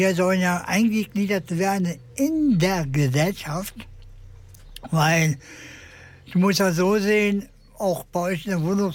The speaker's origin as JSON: {"language": "German", "region": "Berlin", "country": "Germany", "also_born_or_lived": "Hanover", "moved": "yes", "said": "Ich bin 1980 nach Niedersachsen gezogen."}